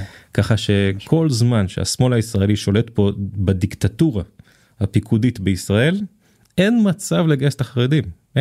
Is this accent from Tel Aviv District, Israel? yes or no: no; Petah Tikva, Central District, Israel; אני גדלתי בפתח תקווה שכונת אין גנים.